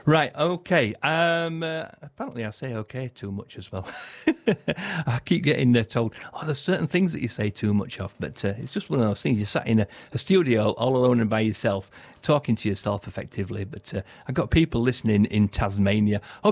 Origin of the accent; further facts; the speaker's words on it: North West England, United Kingdom; Because many, many years ago, I came from Lancashire.